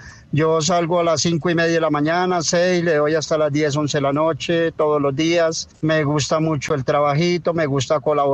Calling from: El Cocuy, Boyacá, Colombia; Yo soy del Cocuy, Boyacá, nosotros somos boyacenses a morir. Y usted sabe, mi querido Junior, que nosotros los boyacenses somos muy trabajadores, honrados y servidores.

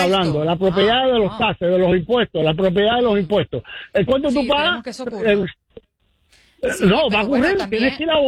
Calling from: New Jersey, United States; De New Jersey.

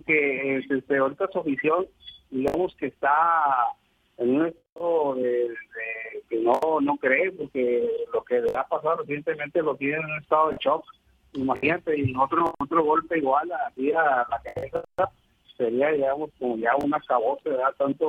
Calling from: General Escobedo, Nuevo León, Mexico; De acá, de Escobedo, Nuevo León.

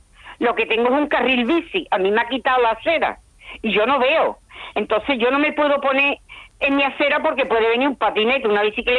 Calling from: San Fernando, Andalusia, Spain; Mira, yo vivo en Perijunquera.

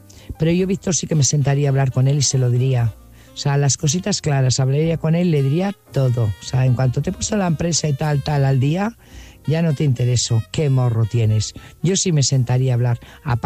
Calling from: Burgos, Castile and León, Spain; Buenas noches … corresponsal de Burgos.

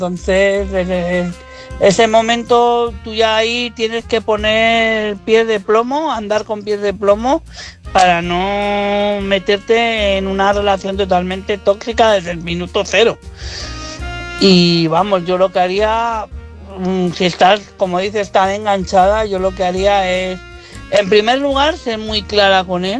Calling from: Madrid, Community of Madrid, Spain; de Madrid.

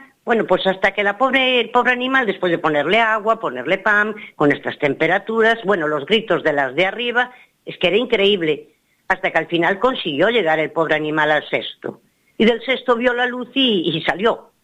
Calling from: Pontevedra, Galicia, Spain; De aquí, de Pontevedra.

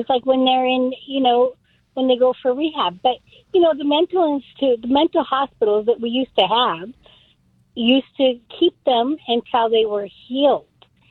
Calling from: Montana, United States; I'm from Montana

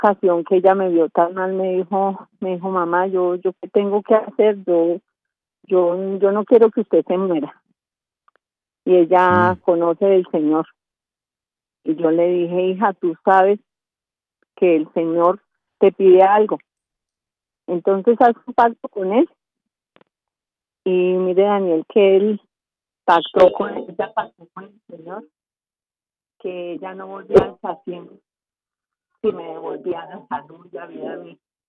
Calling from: Cajicá, Cundinamarca, Colombia; De Cajicá.

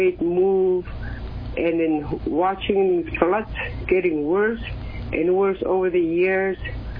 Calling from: Kwigillingok, Alaska, United States; I'm from Quiguilangoc, Alaska

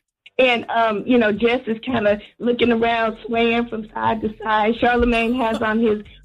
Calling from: Texas, United States; from Texas.

